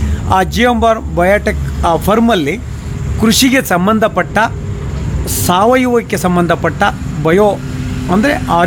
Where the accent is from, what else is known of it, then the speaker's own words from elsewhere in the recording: Karnataka, India; born there; also born or lived in Shivamogga; ನಾನು ಮೂಲತಃ ಕೃಷಿಕ, ದುಂಬಳ್ಳಿಯಲ್ಲೇ ಹುಟ್ಟಿದ್ದು. ಅಲ್ಲೇ ನನ್ನ 5 ಎಜುಕೇಷನ್ನು ಅಲ್ಲೇ ಆಯಿತು.